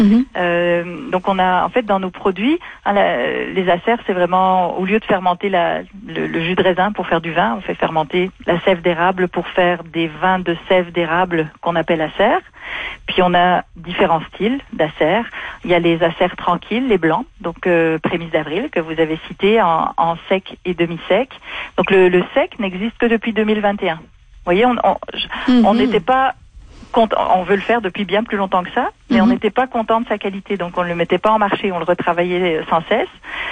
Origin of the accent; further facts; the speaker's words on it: Belgium; now in Témiscouata, Canada; pour une Belge comme moi